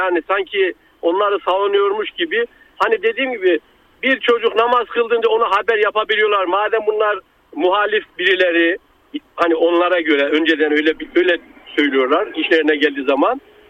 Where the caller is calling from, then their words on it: Istanbul, Turkey; İstanbul'dan arıyorum.